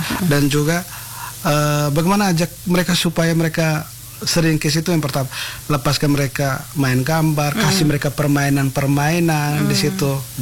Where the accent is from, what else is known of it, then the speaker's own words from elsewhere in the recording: Detupau, Indonesia; Yang pertama, saya sebagai putra asli dari kampung Detupau, bahwa saya sangat prihatin dengan saya punya kampung, apa yang saya mulai dari kampung saya sendiri, walaupun di daerah pedalaman, begitu kakak.